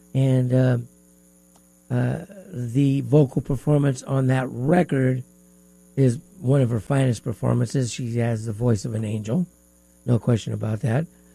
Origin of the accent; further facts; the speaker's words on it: Las Vegas, Nevada, United States; I've been around a long time, man. I'm from Vegas. I seen her open up the International Hotel in 1969, way before you guys were born.